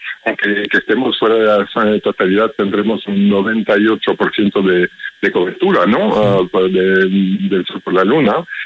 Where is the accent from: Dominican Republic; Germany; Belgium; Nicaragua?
Belgium; Spanish is a second language; now in Spain; lo notas con mi acento, ¿no? Soy extranjero, soy belga. En Bélgica hay muchísima contaminación lumínica y hay nubes todo el tiempo.